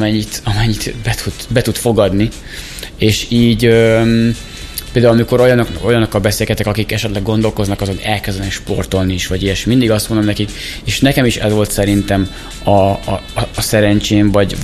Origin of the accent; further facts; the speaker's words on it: Hajdúböszörmény, Hajdú-Bihar, Hungary; otthon Hajdúböszönyben